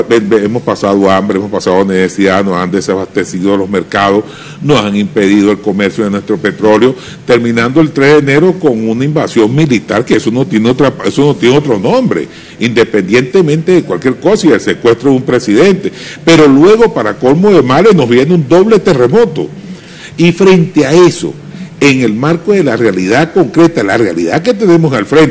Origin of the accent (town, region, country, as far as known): Venezuela